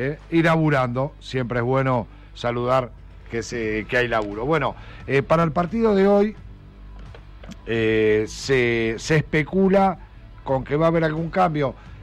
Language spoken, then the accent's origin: Spanish; Tapalqué, Buenos Aires Province, Argentina; de Tapalqué, provincia de Buenos Aires, viajando a Vaca Muerta con arena.